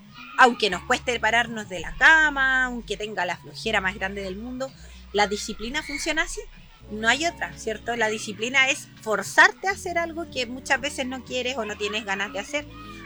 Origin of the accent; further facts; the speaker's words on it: Chile; Claro. Hay que ser chileno para que se entienda.